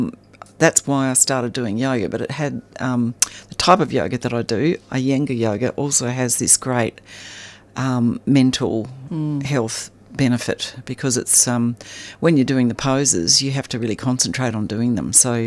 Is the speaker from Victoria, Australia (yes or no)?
no; Armidale, New South Wales, Australia; From Armidale, where we grew up in New South Wales.